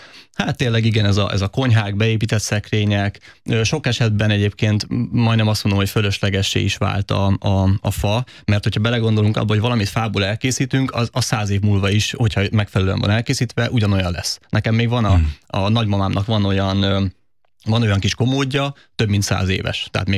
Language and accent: Hungarian; Budaörs, Pest, Hungary; Én speciál Budaörsön nőttem föl